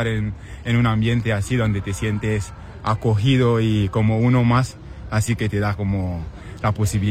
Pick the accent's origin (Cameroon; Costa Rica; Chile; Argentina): Cameroon; moved away as an adult; now in Spain; Soy de Camerún, soy de África. Camerún.